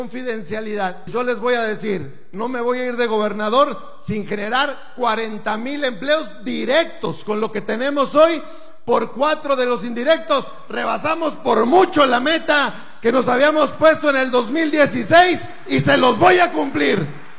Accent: Durango, Mexico; somos duranguenses de una sola pieza

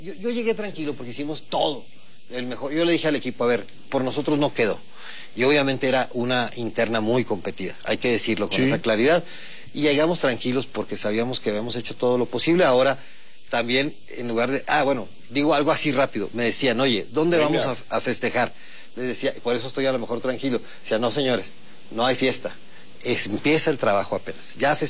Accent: Chihuahua, Mexico; soy fronterizo, es de toda mi vida

